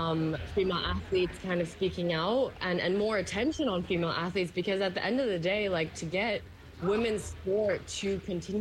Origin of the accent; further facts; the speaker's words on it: Shanghai, China; I grew up half Chinese in Shanghai. I compete for the German national team. I'm German Chinese